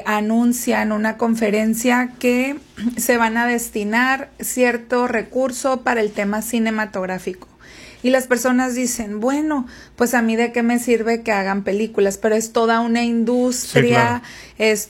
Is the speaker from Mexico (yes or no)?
yes; Sinaloa, Mexico